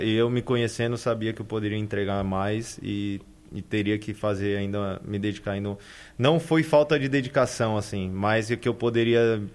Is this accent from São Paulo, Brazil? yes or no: yes; São Bernardo do Campo, São Paulo, Brazil; now in Santo André, Brazil; Sou de São Paulo, né? Na verdade, sou de São Bernardo, nasci em São Bernardo, mas hoje resido em Santo André.